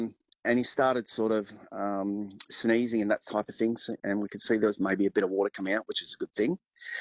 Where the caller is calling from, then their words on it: St George, Queensland, Australia; We're currently at St George, heading our way all the way down to Broken Hill to the Monday Bash.